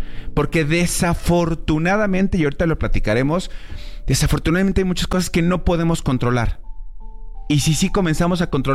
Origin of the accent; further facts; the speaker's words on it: Mexico; Nos definen muchísimas cosas como mexicanos.